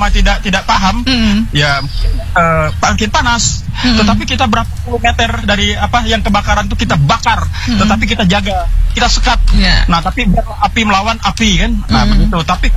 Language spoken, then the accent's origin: Indonesian; Kalimantan, Indonesia; makanya saya juga kami juga orang Dayak ini, orang lokal ini kan punya kearifan lokal.